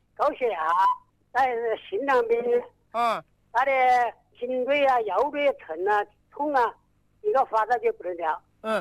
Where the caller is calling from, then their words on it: Jingzhou, Hubei, China; 我是沙市人啊。